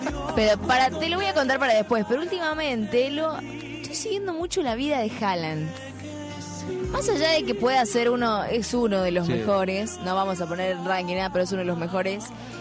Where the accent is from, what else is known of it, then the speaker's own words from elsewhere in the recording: Argentina; nosotros somos argentinos